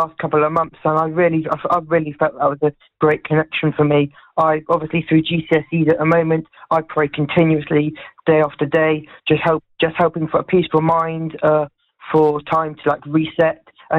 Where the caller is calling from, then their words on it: Southampton, South East England, United Kingdom; Just on the edge of Southampton, so yeah, not too far.